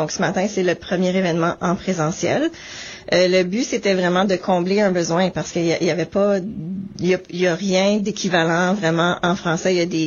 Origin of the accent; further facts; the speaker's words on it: our province, Manitoba, Canada; first language French; notre province était en train de faire des consultations au niveau de devenir une province véritablement bilingue